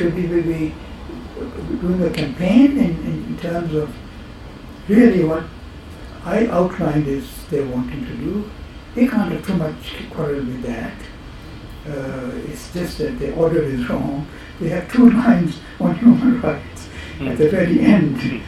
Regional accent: Kenya; moved away as an adult; I'm not Indian, I'm not Asian, I'm not African. I'm a Kenyan. I was born here, I grew up here, I was exiled from here, I was taken back from here. That's my country.

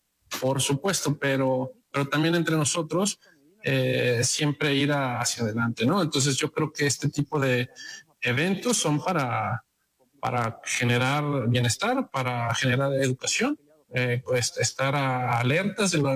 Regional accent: Mexico; yo soy mexicano, amo a mi país, vivo fuera de México gran parte del año, me la paso en Europa

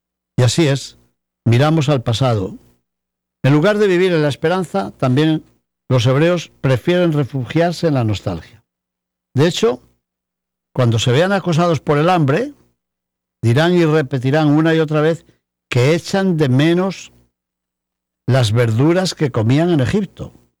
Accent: León, Castile and León, Spain; cuyos restos conservamos en mi ciudad natal, en León, en la Basílica de San Isidoro.

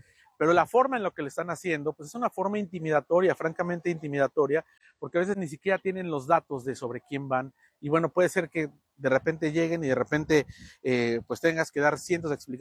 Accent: Mexico; si soy mexicano voy a México

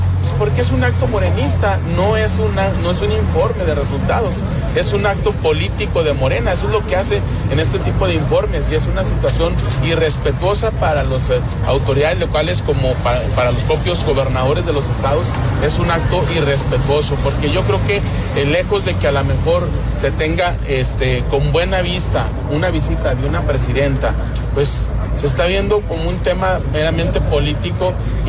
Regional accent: Mexico; a nosotros como mexicanos

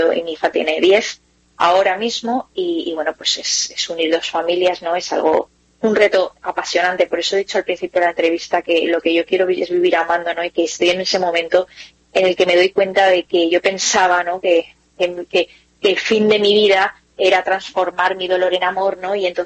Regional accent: Valencia, Valencian Community, Spain; yo soy de Valencia, y me fui a Madrid a una cosa que tenemos de católicos

